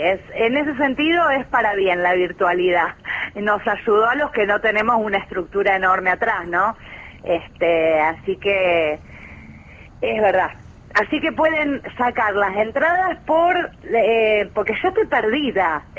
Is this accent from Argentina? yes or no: yes; Buenos Aires, Argentina; soy acelerada, como todo porteño.